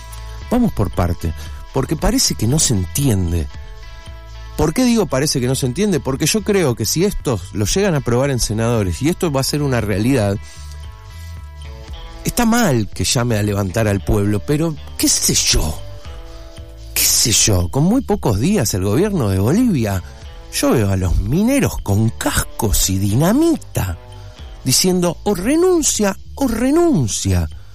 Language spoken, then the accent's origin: Spanish; Argentina; Hoy los 40 y pico de millones que somos, el Estado argentino